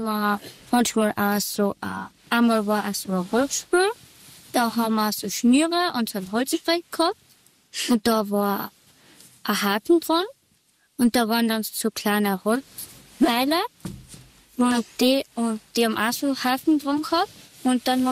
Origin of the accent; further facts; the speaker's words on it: Lavamünd, Carinthia, Austria; ich bin 10 Jahre alt, ich komme aus Lavamünd.